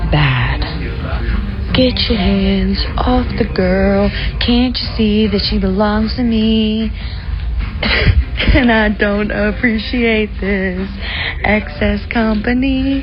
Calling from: Annapolis, Maryland, United States; I'm from Annapolis. I'm literally in a grocery store right now

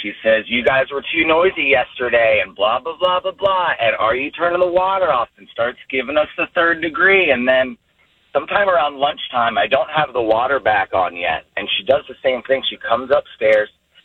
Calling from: Maryland, United States; I'm from the Baltimore-Annapolis area.

